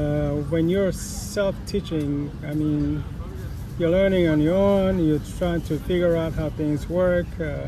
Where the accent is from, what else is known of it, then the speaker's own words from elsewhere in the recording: Ethiopia; now in Boston, United States; I was raised in Ethiopia